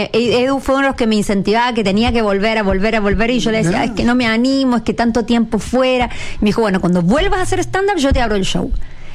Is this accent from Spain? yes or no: no; Argentina; now in Chile; Pero yo cuando voy a Argentina, mis amigos me dicen... Me dice, pero estás más chilena que nunca para hablar